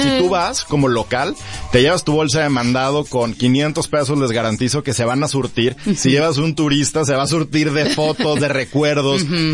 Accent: Mexico

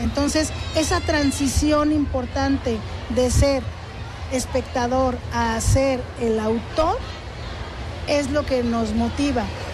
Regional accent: El Arenal, Jalisco, Mexico; yo que soy del pueblo del Arenal.

